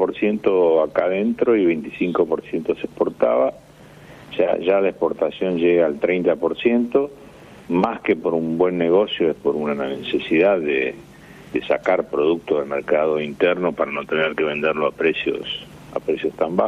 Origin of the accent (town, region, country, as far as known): Argentina